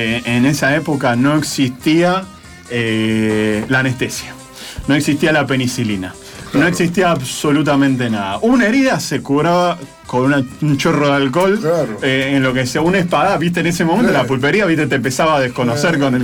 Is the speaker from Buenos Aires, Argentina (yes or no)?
no; Rosario, Santa Fe, Argentina; yo soy rosarina.